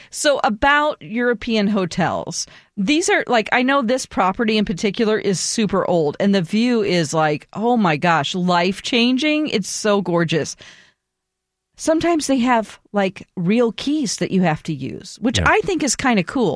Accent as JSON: {"language": "English", "country": "Greece", "second_language": "English", "said": "I come from Greece, though, okay. So I'm used to Greeks, hospitality, and beaches."}